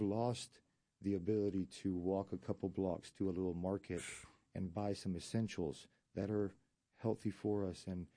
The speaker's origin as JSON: {"language": "English", "country": "Argentina", "tie": "born or raised there", "moved": "as an adult", "said": "I grew up in Argentina. Spent my first 21 years of life pretty much"}